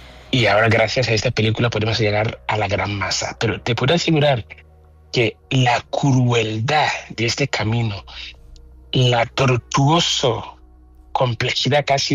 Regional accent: Ghana; Spanish is a second language; now in Barcelona, Spain; llevo más años viviendo aquí en Cataluña y en Barcelona que en Ghana, en mi país natal.

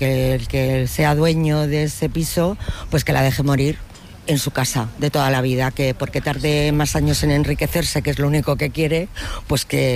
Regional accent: Madrid, Community of Madrid, Spain

